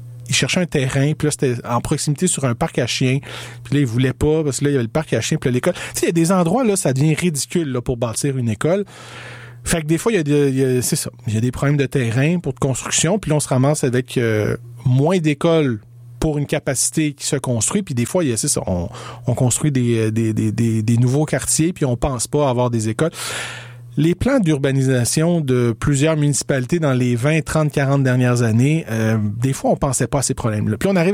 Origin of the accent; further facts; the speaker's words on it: Quebec, Canada; born there; Moi, je suis né ici au Québec.